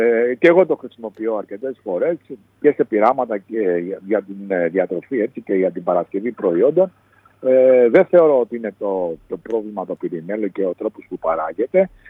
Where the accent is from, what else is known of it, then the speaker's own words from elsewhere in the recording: Greece; σαν Έλληνες παραγωγοί και Ευρωπαίοι